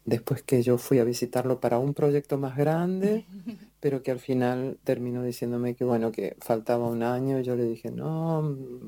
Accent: San Luis, Argentina; also born or lived in Córdoba; now in Germany; Yo vengo de San Luis de Argentina y bueno, estudié y trabajé mucho en Córdoba y ahí tenía un programa de radio en Radio Universidad sobre culturas indígenas

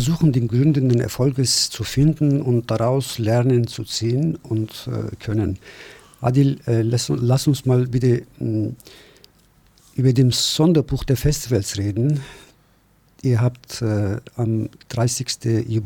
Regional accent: Nuremberg, Bavaria, Germany; das kann man als Nürnberger stolz sagen

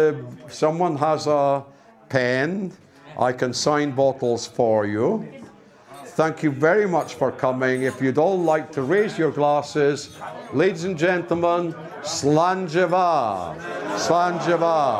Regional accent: Scotland, United Kingdom; I'm sorry, I'm not English. Yeah? Calling me English is like calling someone from Nuremberg a buyer.

